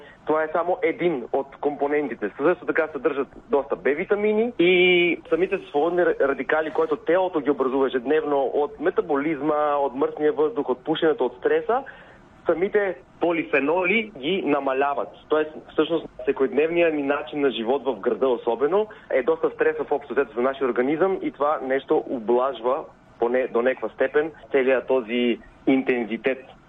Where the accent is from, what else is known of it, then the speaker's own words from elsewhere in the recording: North Macedonia; moved away as an adult; now in Sofia, Bulgaria; Здравейте … Преди 20 години съм дошъл от Македония да следвам в София и си останах. Хареса ми в България, тук създадох семейство